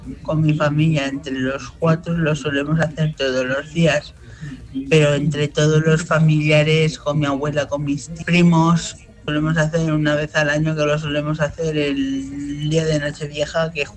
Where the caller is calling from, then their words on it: Almagro, Castilla-La Mancha, Spain; soy de Almagro, Ciudad Real.